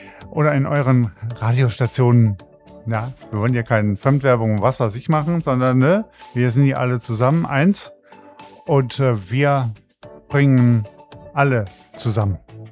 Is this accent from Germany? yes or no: yes; Hesse, Germany; ich bin ja ein Hesse, ich komme ja aus Hessen. Und ja, da babbelt man eben halt.